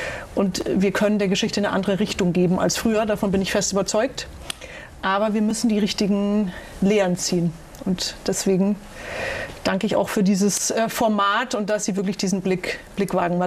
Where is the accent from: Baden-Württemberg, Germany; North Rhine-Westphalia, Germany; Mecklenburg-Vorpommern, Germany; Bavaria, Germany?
Bavaria, Germany; Nehmen wir einfach nur Bayern bzw. Franken, wo ich herkomme